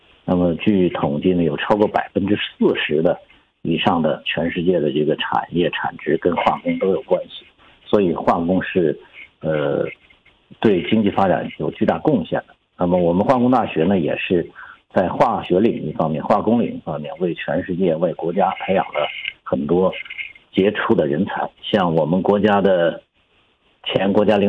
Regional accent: Songyuan, Jilin, China; 我是吉林松原人。

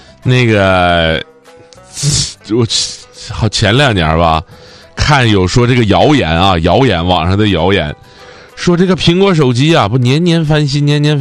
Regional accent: Northeast China, China; accent: Northeastern Mandarin; 我们东北话

